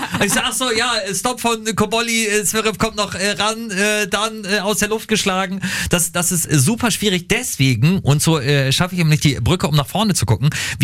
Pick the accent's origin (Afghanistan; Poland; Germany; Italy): Germany; Lower Saxony